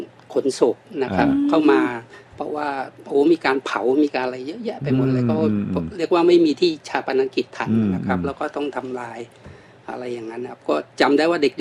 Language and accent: Thai; Bangkok, Thailand; ผมเรียนแถวบ้านที่ฝั่งทนเนี่ยเป็นโรงเรียนจีนนะครับโรงเรียนชื่อโรงเรียนพดุงกิจตั้งนานแล้วล่ะตอนนั้นจะอยู่แถวท่าน้ำปากคลองสาน